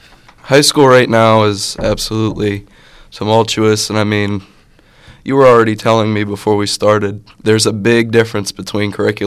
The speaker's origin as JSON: {"language": "English", "town": "Carrick", "region": "Pennsylvania", "country": "United States", "said": "I'm a sophomore from Carrick."}